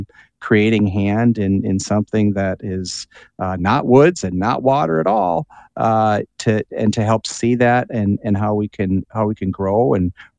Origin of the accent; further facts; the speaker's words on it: Midwest, United States; I'm from the Midwest.